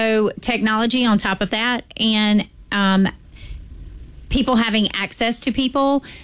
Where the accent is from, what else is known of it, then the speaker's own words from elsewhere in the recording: South Carolina, United States; I mean, myself as a survivor of 18 years, when technology didn't exist, it happened to me, and I'm from Lexington County.